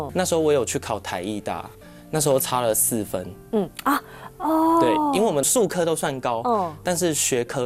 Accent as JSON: {"language": "Chinese", "country": "Taiwan", "first_language": "Taiwanese Hokkien", "said": "因为我从小讲台语"}